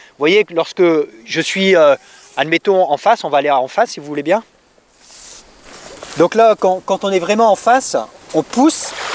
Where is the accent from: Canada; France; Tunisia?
France; Brittany; Non, je suis originaire du Finistère.